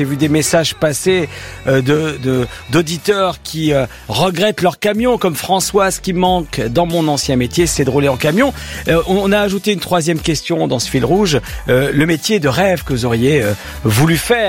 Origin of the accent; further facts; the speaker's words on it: Spain; Température, oui, je suis espagnol, en dessous de 20 degrés, c'est formidable.